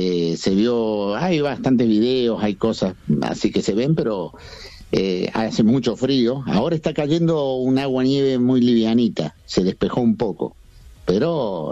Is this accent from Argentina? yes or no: yes; Córdoba, Argentina; moved away; soy de Córdoba, pero hace 40 años que vivo acá, y los escucho de toda la vida.